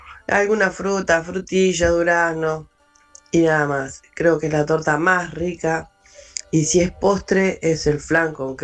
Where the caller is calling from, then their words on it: Moreno, Buenos Aires Province, Argentina; soy de Moreno.